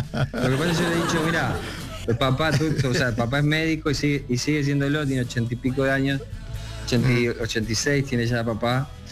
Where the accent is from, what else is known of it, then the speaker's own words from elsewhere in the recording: Rosario, Santa Fe, Argentina; also born or lived in Concordia; Nací en Rosario, uh-huh, me crié también por cuestiones familiares entre Rosario y Concordia, que es una ciudad más pequeñita aún.